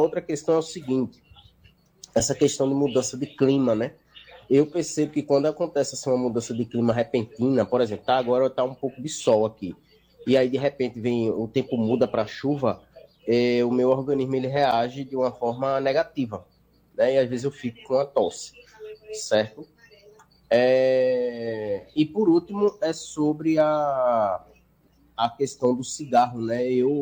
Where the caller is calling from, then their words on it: Jaboatão dos Guararapes, Pernambuco, Brazil; sou da cidade de Jaboatão dos Guararapes, bairro do Cavaleiro.